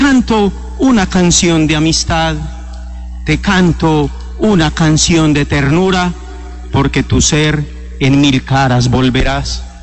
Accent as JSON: {"language": "Spanish", "town": "Medellín", "region": "Antioquia", "country": "Colombia", "said": "Yo como buen paisa"}